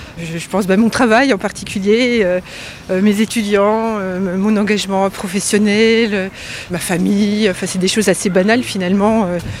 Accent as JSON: {"language": "French", "town": "Villers-le-Lac", "region": "Bourgogne-Franche-Comté", "country": "France", "said": "Je viens de Villers-le-Lac, j'habite à la frontière suisse, dans le Doubs."}